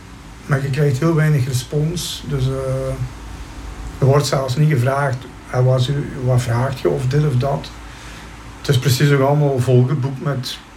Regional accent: Diepenbeek, Flanders, Belgium; ik kom nu uit Diepenbeek.

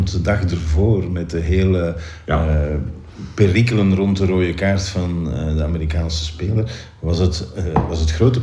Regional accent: Belgium; zeker als Belg, dat staat ons aan.

